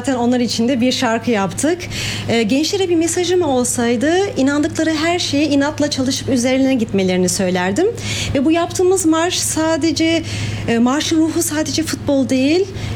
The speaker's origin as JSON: {"language": "Turkish", "country": "France", "tie": "born or raised there", "also_born_or_lived": "Turkey", "moved": "as an adult", "lives_now": "Heidelberg, Germany", "said": "Türkiye'de doğdum, Fransa'da büyüdüm ve 2007'de araştırmalarda deneyim için yurt dışına geldim. O da Almanya'ydı."}